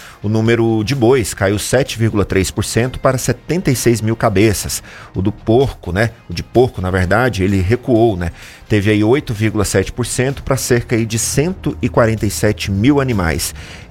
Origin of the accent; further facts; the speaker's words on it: Goiás, Brazil; now in Federal District, Brazil; Porque eu sou do estado de Goiás, né?